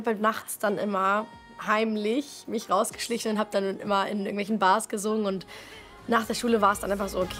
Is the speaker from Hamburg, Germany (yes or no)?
yes; Hamburg, Germany; Ich bin gebürtige Hamburgerin